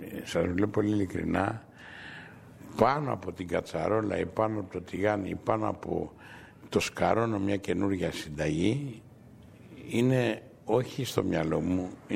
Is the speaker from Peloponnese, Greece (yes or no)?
no; Piraeus, Attica, Greece; Ήτανε λίγο δύσκολο για μένα ένας Πειραιώτης να αφήνει την πόλη του και να πηγαίνει στην Αθήνα.